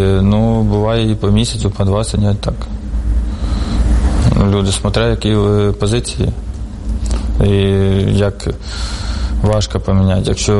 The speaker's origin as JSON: {"language": "Ukrainian", "town": "Sumy", "region": "Sumy Oblast", "country": "Ukraine", "said": "Із Сумщини. Суми."}